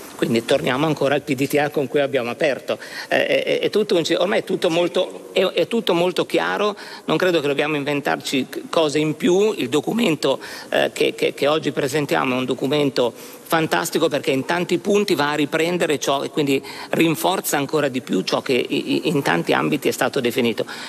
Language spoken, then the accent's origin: Italian; Lombardy, Italy; siamo bravissimi, io vengo dalla Lombardia, io definisco sempre, siamo un prestazionificio eccellente